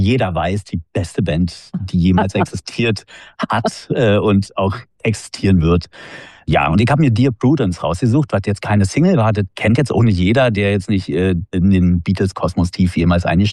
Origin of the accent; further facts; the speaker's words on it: Wandlitz, Brandenburg, Germany; moved away as an adult; also born or lived in Berlin; Ja, ich bin vor 6 Jahren aus Berlin weggezogen. Also aufgewachsen bin ich in Wandlitz in der Gegend, also ein bisschen nördlich von Berlin.